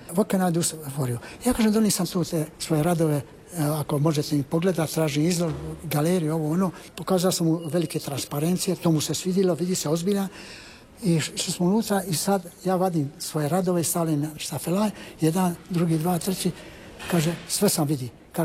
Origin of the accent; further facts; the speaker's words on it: Croatia; now in Toronto, Canada; imali smo te godišnje izložbe nas Hrvata